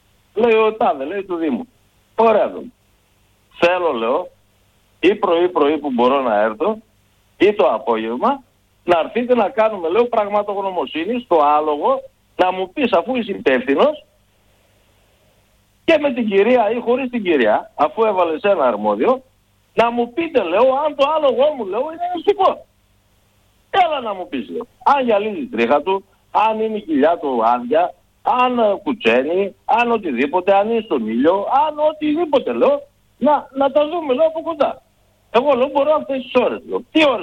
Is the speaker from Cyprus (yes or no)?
no; Thessaloniki, Central Macedonia, Greece; now in Kalandra, Greece; Είμαι μεγαλωμένος στη Θεσσαλονίκη, στο Κορδελιό. Δεν είμαι μεγαλωμένος στον Ζωά. Αλλά το χωριό μου ήταν η Καλάνδρα. Και γύρισα μετά από το στρατό εδώ στην Καλάνδρα.